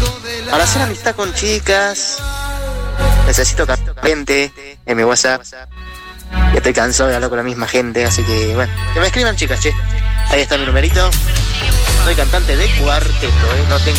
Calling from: La Calera, Córdoba, Argentina; de La Calera.

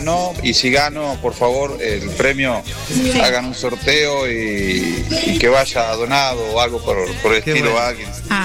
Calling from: Santa Fe, Argentina; de Santa Fe.

